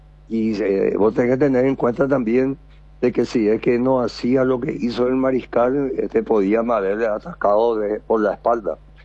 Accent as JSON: {"language": "Spanish", "country": "Paraguay", "said": "nosotros como paraguayos"}